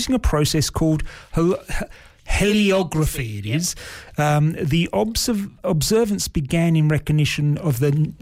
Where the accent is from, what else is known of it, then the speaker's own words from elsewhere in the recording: England, United Kingdom; Being English, every time I went across that English channel, most people spoke it. My French is appalling.